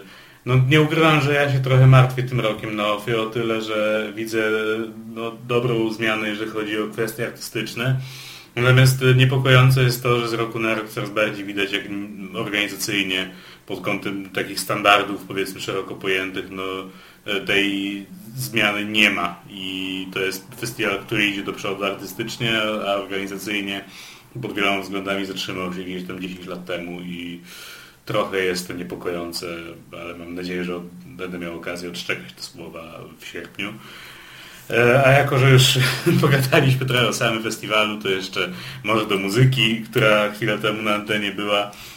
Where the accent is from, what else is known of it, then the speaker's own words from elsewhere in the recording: Białystok, Podlaskie Voivodeship, Poland; born there; jako białostoczaninowi z urodzenia